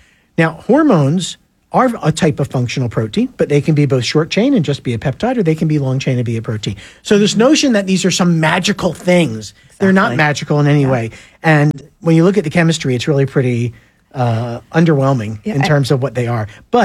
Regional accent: United States; I'm American.

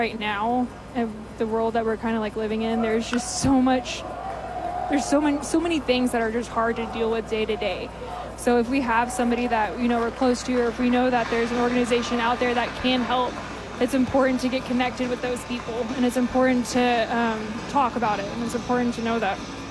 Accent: Kerrville, Texas, United States; which I'm from Kerrville

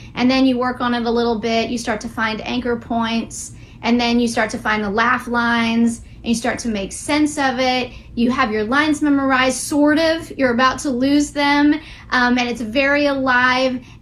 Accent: Houston, Texas, United States; moved away; also born or lived in New York City / London; I'm from Houston, Texas, and I used to grow up and people would say, oh, this is just a giant city that's an overgrown cow town. Like, it's a lot of little villages. And then I moved to New York City

